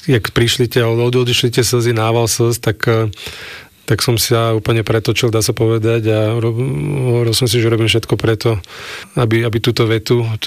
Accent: Bratislava, Bratislava Region, Slovakia; Petržalke.

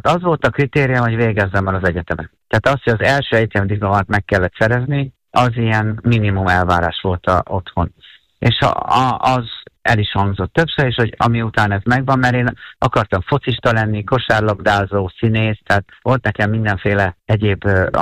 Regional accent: Hungary; born there

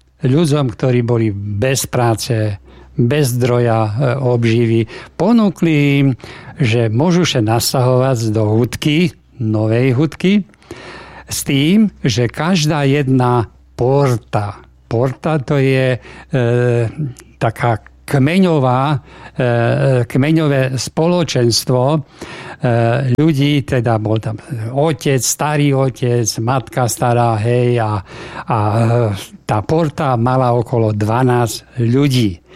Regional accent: Prešov Region, Slovakia

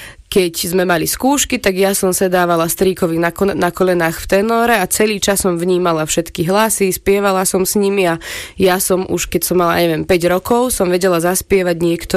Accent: Selenča, Vojvodina, Serbia; now in Slovakia; Doma v Selenči to bol taký dobrý základ.

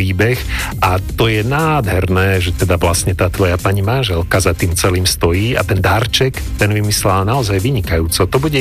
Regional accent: Banská Bystrica, Banská Bystrica Region, Slovakia; now in Bratislava, Slovakia; Ja som síce z Banskej Bystrice, žijem dlhé roky v Bratislave

